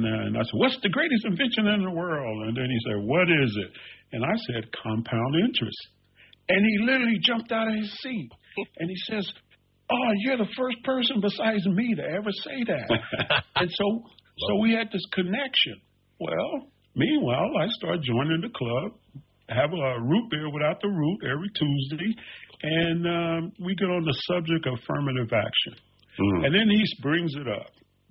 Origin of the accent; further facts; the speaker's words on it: Cincinnati, Ohio, United States; And I grew up in Ohio, and so in the inner city there of Cincinnati. Okay. So that's where I'm from.